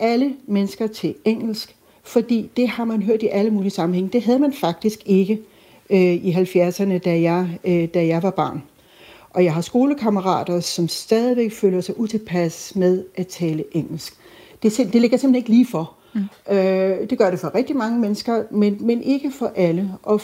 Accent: Albertslund, Capital Region of Denmark, Denmark; jeg voksede op i den del af Danmark, hvor man, hvis man havde en ordentlig antenne, kunne høre svensk. Jeg er fra Albertslund, og der kunne man så... Så mine fætter, de lærte tysk, og jeg lærte svensk.

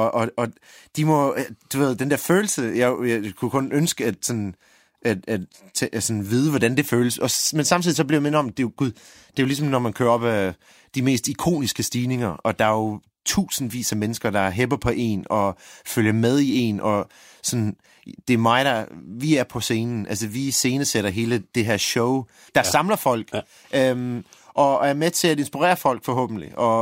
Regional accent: Ireland; Jeg kan huske som barn, da jeg voksede op i Irland, det var noget, min mor også introducerede for.

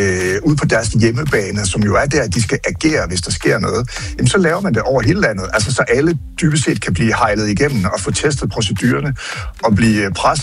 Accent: Grenå, Central Denmark Region, Denmark; min hjemby Grenå

